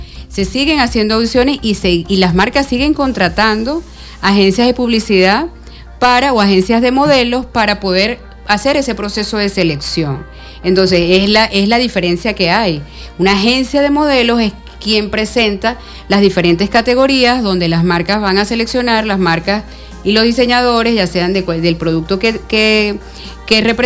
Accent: Táchira, Venezuela; born there; Por circunstancias nací en Tarija, la única gocha de la familia. Entonces tiene toda una razón. Bueno, mis hijos sí también son de acá. Pero yo, todos mis papás, mis abuelos, mis bisabuelos, todos zulianos.

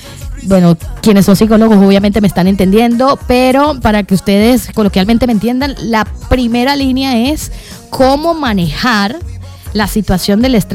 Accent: Venezuela

